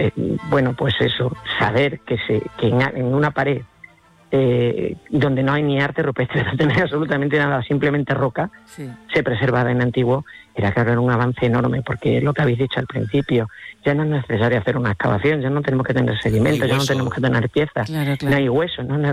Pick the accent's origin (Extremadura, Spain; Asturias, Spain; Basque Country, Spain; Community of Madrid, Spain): Extremadura, Spain; que es casi tanto o más calor que el que hace en mi tierra, aquí en Extremadura.